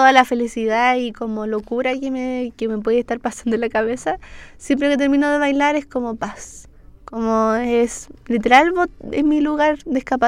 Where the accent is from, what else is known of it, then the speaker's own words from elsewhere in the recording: Viña del Mar, Valparaíso, Chile; now in Santiago, Chile; como soy de Viña, yo, bueno, siempre he bailado